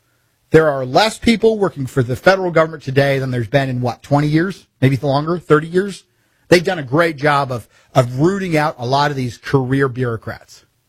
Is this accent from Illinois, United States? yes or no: no; Missouri, United States